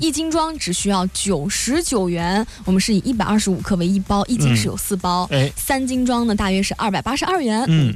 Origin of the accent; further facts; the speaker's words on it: Shandong, China; 而且咱们山东人就是认日照绿啊